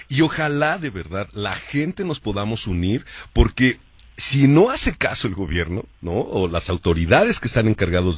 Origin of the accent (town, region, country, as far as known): Mexico